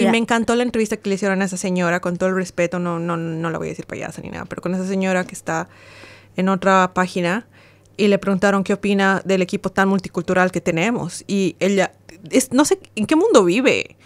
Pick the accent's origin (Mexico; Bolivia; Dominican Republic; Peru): Bolivia; Yo viví ahí un año